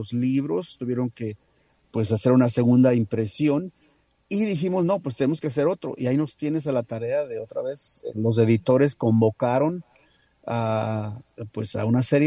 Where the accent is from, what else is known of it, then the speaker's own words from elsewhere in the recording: Xalapa, Veracruz, Mexico; cuando escuché este tema que se llama … allá en mi tierra, en Xalapa, Veracruz